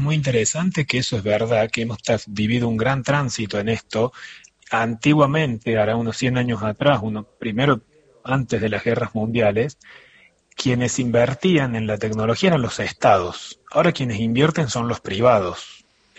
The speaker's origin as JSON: {"language": "Spanish", "country": "Argentina", "said": "algo que lo digo yo como argentino"}